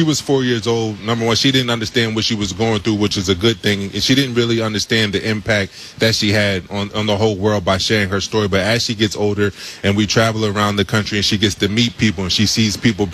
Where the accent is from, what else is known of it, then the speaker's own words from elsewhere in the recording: Delaware, United States; also born or lived in Camden, New Jersey; now in Texas, United States; I'm actually from Camden, so I was born born in Camden. I moved to Delaware, and I was raised there. But it's hard to get back to the East Coast now that we live in Texas.